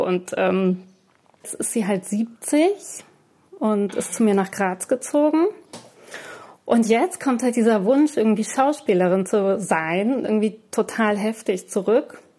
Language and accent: German; Iran; Also wir kommen aus dem Iran und meine Mutter ist mit 14 verheiratet worden